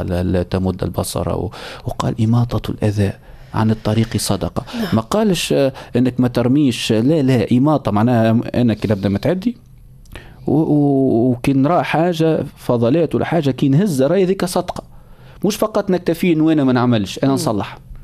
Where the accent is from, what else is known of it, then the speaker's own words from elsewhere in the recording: Sahel, Tunisia; باعتبار اني من الساحل،